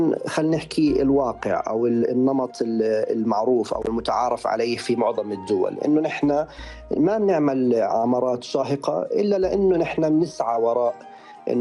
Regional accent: Amman, Amman Governorate, Jordan; ومحطوط على رأس جبل عندنا بعمان

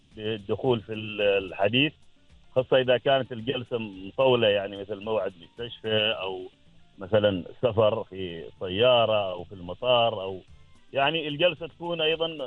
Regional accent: Oman; في هذا الصيف حاليا طبعا عندنا في عمان مكانين جميلات جدا، يمكن يكون الجبل الأخضر واحد.

